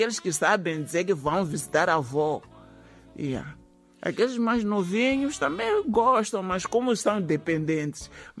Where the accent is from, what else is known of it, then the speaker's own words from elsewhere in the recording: Inhambane, Mozambique; born there; now in Maputo, Mozambique; Eu não nasci aqui em Maputo. Nasci em Inhambane. Eu faço aqueles pratos de lá típicos da minha terra.